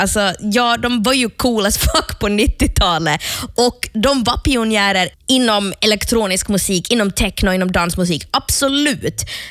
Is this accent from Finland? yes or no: yes; Jakobstad, Ostrobothnia, Finland; då är jag uppväxt typ en timme från Seinäjoki. Det är helt sjukt. Om man tänker på hur många gånger jag som är uppväxt i Jeppis har åkt till Vasa, som också är en timme bort.